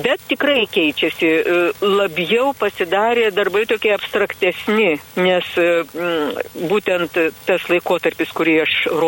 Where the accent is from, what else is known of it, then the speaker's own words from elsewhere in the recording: Vilnius, Vilnius County, Lithuania; Aš iš Vilniaus miesto, štiodu šitą interviu.